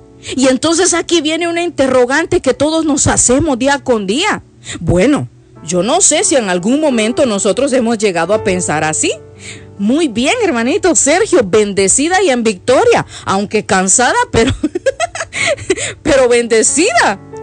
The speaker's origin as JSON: {"language": "Spanish", "country": "El Salvador", "said": "como decimos en El Salvador"}